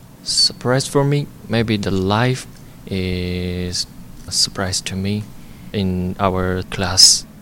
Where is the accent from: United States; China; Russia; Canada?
China; English is a second language; I'm 10th grade. I'm from China. So I think Bashir High School is a lot of different to my Chinese school. In China, we stay in one classroom